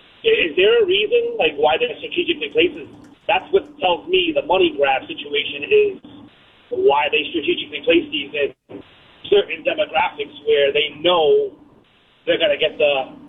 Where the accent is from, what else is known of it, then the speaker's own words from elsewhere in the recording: Providence, Rhode Island, United States; now in Cumberland, United States; I was born and raised in Providence, so I kind of know the whole, I know the in and out of Providence everywhere.